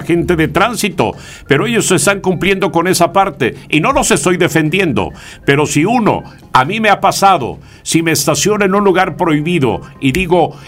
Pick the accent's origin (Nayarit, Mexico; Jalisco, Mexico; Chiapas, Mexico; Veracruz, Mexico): Chiapas, Mexico; Cintalapa de Figueroa; en la entonces XEIN, La Voz del Valle, en mi tierra natal, Cintalapa de Figueroa